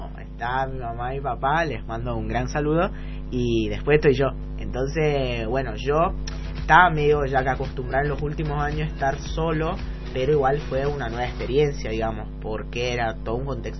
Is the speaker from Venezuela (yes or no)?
no; Sardinia, Italy; Spanish is a second language; now in Resistencia, Argentina; tengo 17 años, soy de Italia y ahora estoy pasando mi intercambio acá en Resistencia. De Italia yo vengo de una pequeña isla del Mediterráneo que se llama Cerdeña